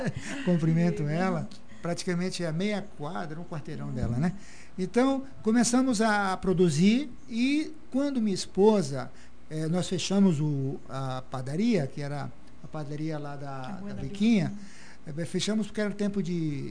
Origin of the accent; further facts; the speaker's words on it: Rondônia, Brazil; moved away; nós somos do norte, somos de Rondônia. Da fronteira com a Bolívia